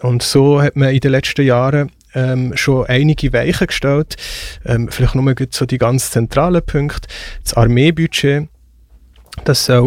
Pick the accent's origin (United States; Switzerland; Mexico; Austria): Switzerland; wo wir auch hier bei uns in der Schweiz erleben.